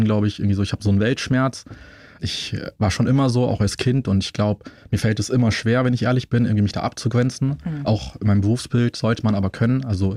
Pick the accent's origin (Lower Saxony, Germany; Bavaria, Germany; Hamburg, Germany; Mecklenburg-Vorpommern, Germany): Bavaria, Germany; Munich; Ich bin Münchner Kindl, auch wenn man es mir nicht ansieht. Ich bin in Schwabing aufgewachsen, das beste Viertel für mich.